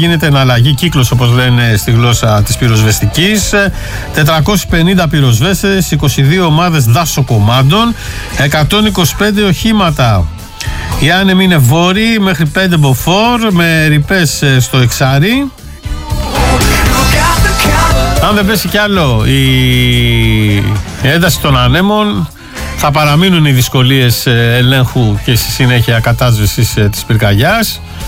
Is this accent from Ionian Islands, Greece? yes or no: yes; Ionian Islands, Greece; Τώρα άκουσα από σένα για τη φωτιά στο νησί μου. Είναι από την πλευρά του Πόρου, το δεύτερο λιμάνι εκεί κοντά.